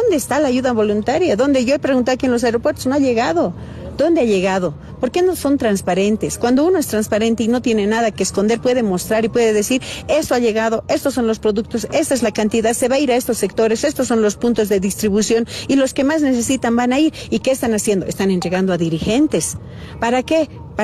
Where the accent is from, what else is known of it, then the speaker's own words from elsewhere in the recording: Bolivia; como bolivianos, porque bolivianos somos uno solo